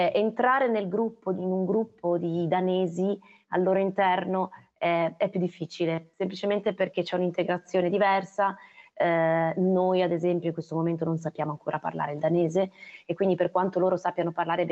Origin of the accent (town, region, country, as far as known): Pra', Liguria, Italy